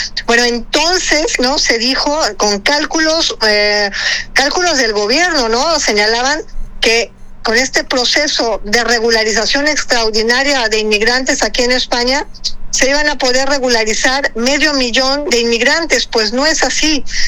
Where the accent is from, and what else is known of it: Mexico; now in Andalusia, Spain